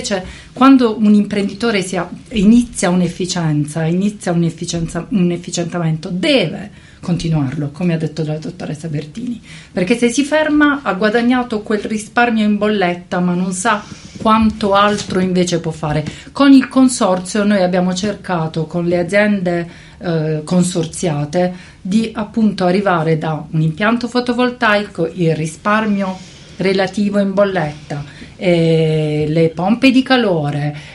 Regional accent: Apulia, Italy; soprattutto in Puglia, perché noi siamo pugliesi, però lavoriamo in tutto il territorio italiano.

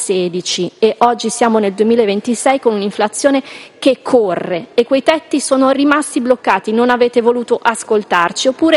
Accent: Lombardy, Italy; io lo dico da lombarda

